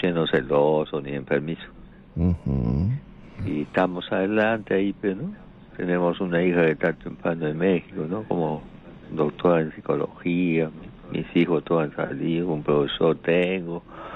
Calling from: Callao, Peru

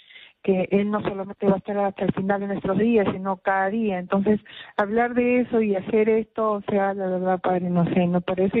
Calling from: Ventanilla, Callao, Peru; llamo desde Ventanilla.

